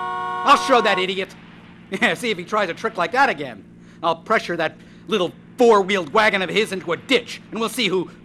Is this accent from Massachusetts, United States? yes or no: no; Belleville, Illinois, United States; also born or lived in St. Louis, Missouri; I was born in St. Louis back in 1956 and brought up in nearby Belleville, Illinois, the third of four children.